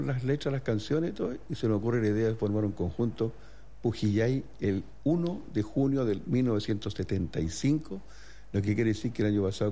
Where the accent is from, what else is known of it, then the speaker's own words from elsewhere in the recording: Valparaíso, Chile; nací en Valparaíso.